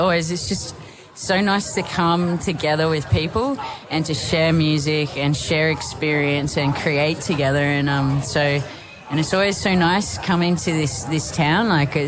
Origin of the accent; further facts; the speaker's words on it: New South Wales, Australia; Well, I'm personally from the North Coast, but I've got a little shack in the bush with my kelpie, and we like to grow food and stuff.